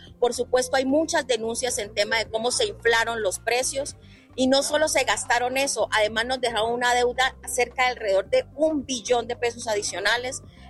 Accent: Arauca, Colombia; Yo soy una llanera orgullosa araucana

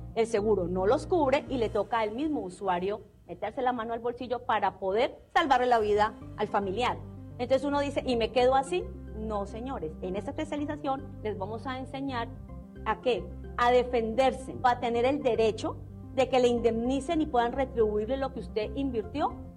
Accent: Llanos Orientales, Colombia; born there; Soy hija del Llano, egresada de esta universidad

